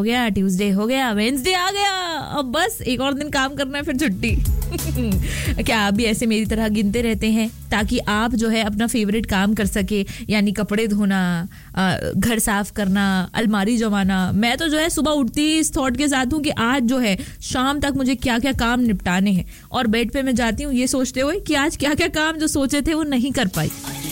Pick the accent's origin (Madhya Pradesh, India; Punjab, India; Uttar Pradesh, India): Madhya Pradesh, India; Bhopal; जैसे कि आपको पता है कि मैं भोपाल से हूँ